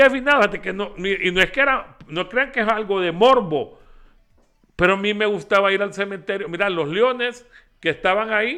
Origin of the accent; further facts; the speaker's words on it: Honduras; now in Tegucigalpa, Honduras; somos todos aquí hondureños, ciudadanos y ciudadanos de aquí de Tegucigalpa, habitantes de Tegucigalpa.